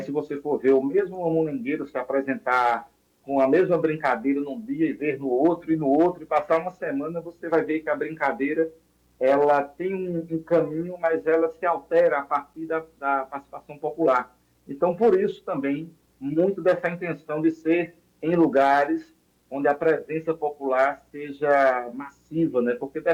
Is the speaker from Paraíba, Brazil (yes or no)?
no; Quiúma, Pernambuco, Brazil; born there; Eu nasci em Quiúma, entre Teume e Carpina.